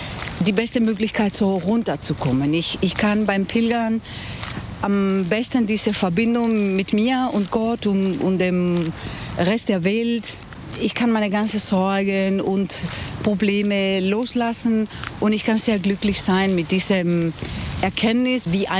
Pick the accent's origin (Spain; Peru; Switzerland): Spain; now in Lübeck, Germany; Ich komme selber aus Spanien